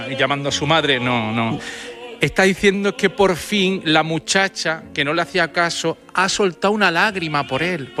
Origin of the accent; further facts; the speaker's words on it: Granada, Andalusia, Spain; Hacia la Torre de la Vela, ya quisiera yo. Hacia la Torre de la Vela, que yo soy de Granada.